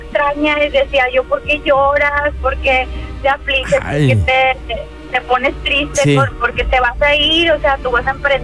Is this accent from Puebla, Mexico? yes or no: no; Monterrey, Nuevo León, Mexico; Yo soy de Monterrey, Nuevo León.